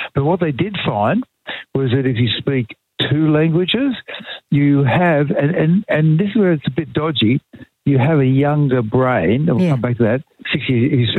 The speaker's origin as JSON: {"language": "English", "town": "Wollongong", "region": "New South Wales", "country": "Australia", "tie": "born or raised there", "said": "I was able to speak a bunch of languages when I was a kid. Right. And that was growing up in Wollongong."}